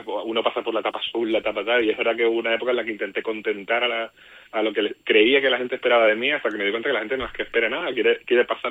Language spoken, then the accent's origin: Spanish; Tenerife, Canary Islands, Spain; en Tenerife, en mi isla